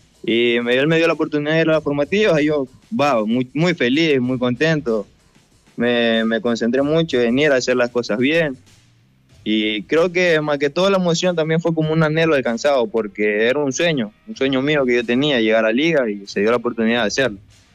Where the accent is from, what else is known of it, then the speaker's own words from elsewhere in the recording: Portoviejo, Manabí, Ecuador; soy del sector del Florón, y mis principios, donde me formé, la escuelita que me formé fue una aquí en el Florón, que se llama Los Hijos del Rey